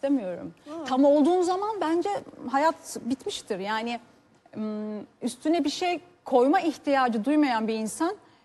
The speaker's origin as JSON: {"language": "Turkish", "region": "Konya", "country": "Turkey", "tie": "born or raised there", "also_born_or_lived": "Sinop", "said": "Mesela işte Sinop'ta doğdum. Aha. Konya'da büyüdüm."}